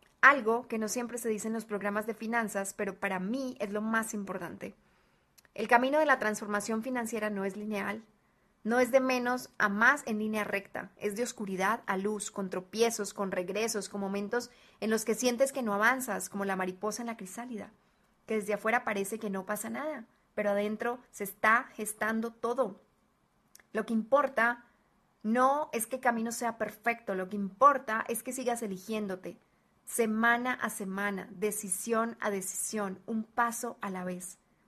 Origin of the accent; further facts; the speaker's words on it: Colombia; now in Guadalajara, Mexico; colombiana viviendo en Guadalajara, México